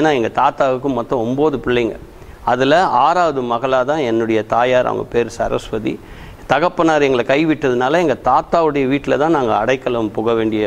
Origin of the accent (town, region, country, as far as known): Chennai, Tamil Nadu, India; born or raised there